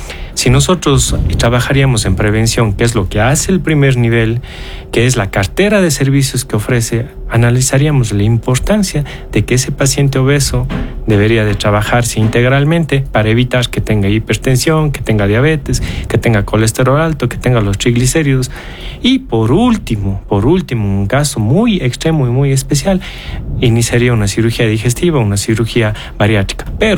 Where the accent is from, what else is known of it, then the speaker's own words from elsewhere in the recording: Azogues, Cañar, Ecuador; Yo soy de Azogues y hoy estoy en la querida ciudad hermana de Cuenca